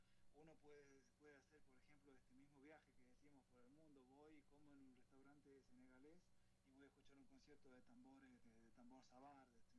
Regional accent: Concepción, Tucumán, Argentina; also born or lived in Buenos Aires; now in Paris, France; crecí en un pueblo, en Tucumán, Concepción, y al lado están los cerros, está la montaña.

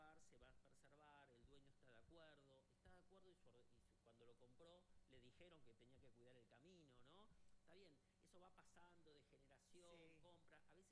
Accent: Neuquén, Argentina; la historia de mi niñez en Neuquén Capital

